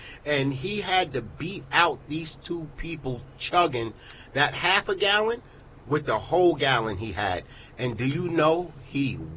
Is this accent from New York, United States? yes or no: yes; Roosevelt, New York, United States; born there; I'm from Roosevelt.